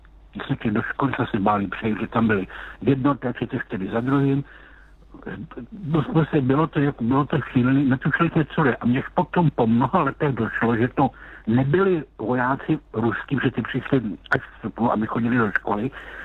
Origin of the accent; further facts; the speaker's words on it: Lysá nad Labem, Central Bohemian Region, Czechia; Já jsem z Lise nad Labem. A kdo ví, tak kousek od Lise nad Labem je svou Milovice.